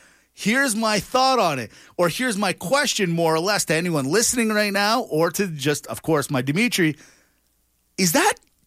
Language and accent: English; Canada; we might be two Greek guys, but we're proudly Canadian.